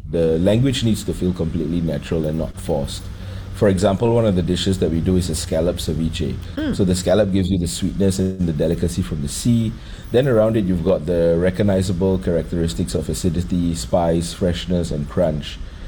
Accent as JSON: {"language": "English", "country": "Singapore", "said": "As a Singaporean and a Punjabi, I've grown up with multiple food cultures existing together quite naturally."}